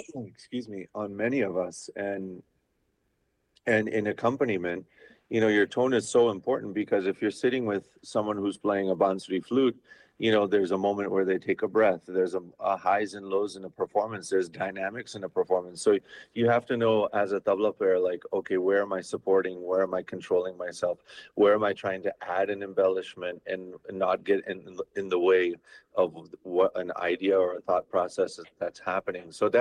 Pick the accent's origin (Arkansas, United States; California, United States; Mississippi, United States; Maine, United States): California, United States; Berkeley; being a 7-year-old growing up in Berkeley, California